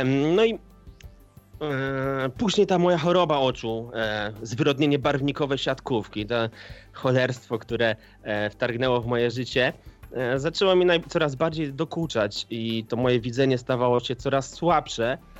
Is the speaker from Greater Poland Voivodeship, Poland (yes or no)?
yes; Kalisz, Greater Poland Voivodeship, Poland; Jestem kaliszaninem, Polakiem, człowiekiem